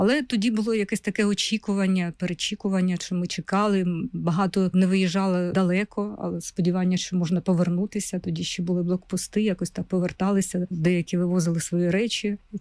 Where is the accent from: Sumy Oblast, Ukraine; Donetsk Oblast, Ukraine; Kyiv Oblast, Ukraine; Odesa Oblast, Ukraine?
Donetsk Oblast, Ukraine; Kurakhove; moved away as an adult; Я народилась в невеличкому містечку Курахове. Там же поруч закінчила школу, але навчалася вже у місті Донецьк, яке було поруч з нами.